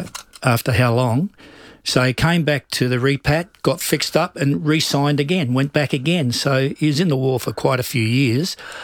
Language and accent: English; Adelaide, South Australia, Australia; Well, I was born in Adelaide Hospital, and we lived in Wright Street.